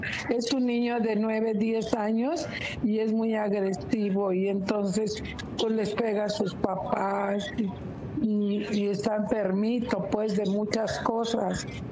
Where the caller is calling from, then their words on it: Cuernavaca, Morelos, Mexico; Y yo soy de Cuernavaca. Soy su abuelita.